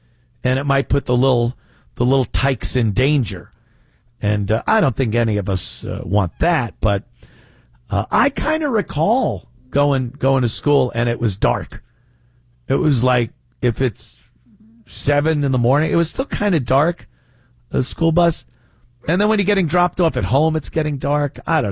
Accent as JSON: {"language": "English", "region": "New York", "country": "United States", "moved": "as an adult", "lives_now": "South Carolina, United States"}